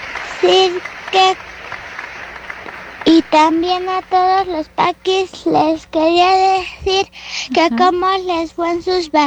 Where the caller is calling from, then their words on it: Santiago de Anaya, Hidalgo, Mexico; también vengo de Santiago de Anaya.